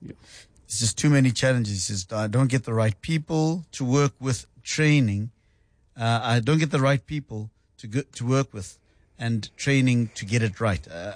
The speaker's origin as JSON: {"language": "English", "country": "South Africa", "said": "I think that we sometimes, as South African entrepreneurs, get too stuck in form."}